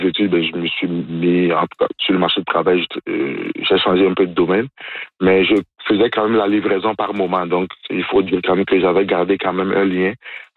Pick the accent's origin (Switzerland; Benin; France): Benin; now in Rouyn-Noranda, Canada; mon pays d'origine, qui est le Bénin.